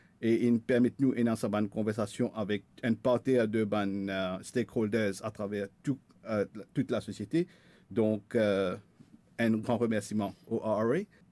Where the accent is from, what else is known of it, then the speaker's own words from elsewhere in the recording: Rodrigues, Mauritius; born there; moved away; je passe une bonne partie de mon enfance à Rodrigue quand mon papa travaille à Rodrigue.